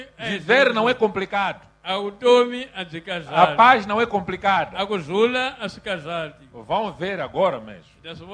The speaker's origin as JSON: {"language": "Portuguese", "country": "Mozambique", "moved": "yes", "lives_now": "South Africa", "said": "Nós, como moçambicanos, Somos um povo de paz. Somos conhecidos como um povo humilde. Um povo acolhedor. Um povo trabalhador."}